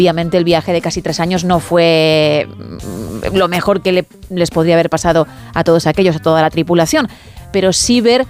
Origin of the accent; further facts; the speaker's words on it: Italy; Porque me has tocado mi tierra, uh-huh. me has tocado Italia